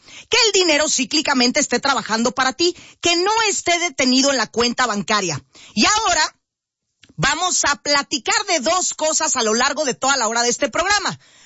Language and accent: Spanish; Mexico; como empresaria mexicana de 34 años de edad